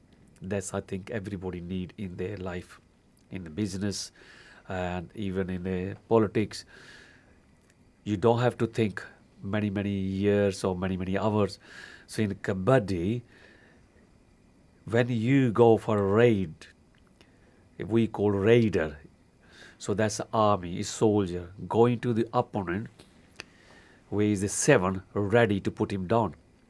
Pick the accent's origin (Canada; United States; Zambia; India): India; accent: Indian; now in Black Country, United Kingdom; I go Indian accent.